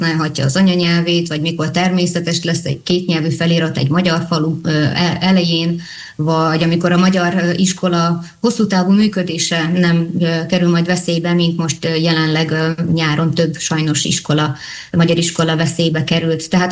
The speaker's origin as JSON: {"language": "Hungarian", "region": "Zakarpattia Oblast", "country": "Ukraine", "said": "tudom mondani, hogy kárpátaljai magyarként ugye számunkra elsősorban talán nem is az a kérdés, hogy Magyarország vétózik-e vagy sem"}